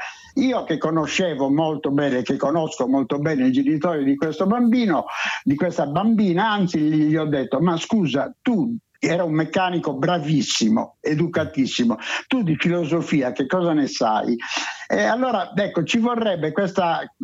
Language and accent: Italian; Perdasdefogu, Sardinia, Italy; noi stiamo vivendo nel mio paese, che è il paese noto per i centenari